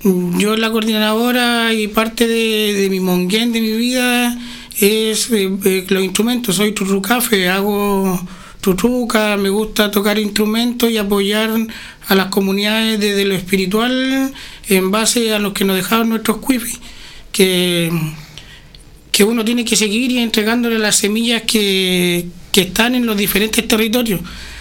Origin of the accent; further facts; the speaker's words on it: Puerto Montt, Los Lagos, Chile; como decía, vengo de Puerto Montt